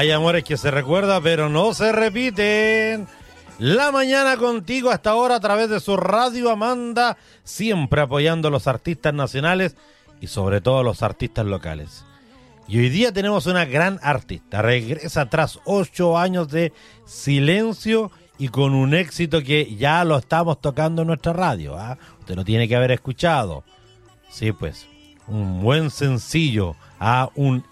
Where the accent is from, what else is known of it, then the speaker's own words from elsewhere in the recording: Collipulli, Araucanía, Chile; moved away; soy de Coyipulli